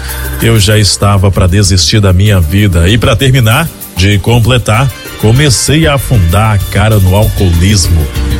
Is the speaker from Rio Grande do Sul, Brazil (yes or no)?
no; Sete Lagoas, Minas Gerais, Brazil; sou da cidade de Sete Lagoas, aqui em Minas Gerais.